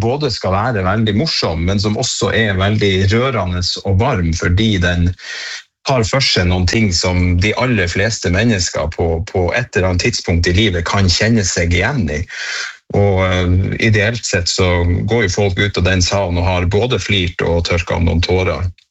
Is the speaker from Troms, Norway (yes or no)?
yes; Senja, Troms, Norway; når jeg i min ungdom jobbet på lakseoppdrett på heimen på Senja